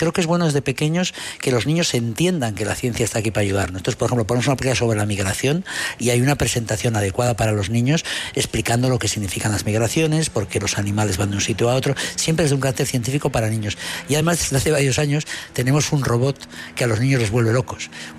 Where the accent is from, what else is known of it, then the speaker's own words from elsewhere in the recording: Basque Country, Spain; yo me siento español, me siento vasco, me siento español, me siento europeo y me siento iberoamericano.